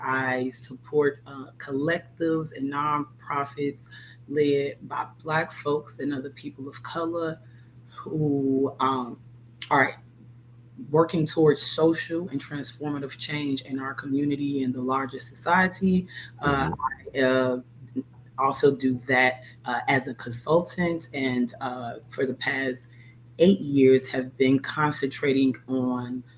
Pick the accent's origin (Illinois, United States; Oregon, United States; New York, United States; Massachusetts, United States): Illinois, United States; Chicago; I grew up near North and the low end, which we call Bronzeville